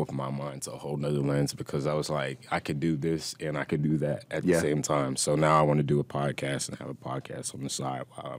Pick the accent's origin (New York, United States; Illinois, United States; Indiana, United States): New York, United States; moved away as an adult; now in Atlanta, United States; Yep. So I'm originally from New York. I came to Clark Atlanta University, HBCU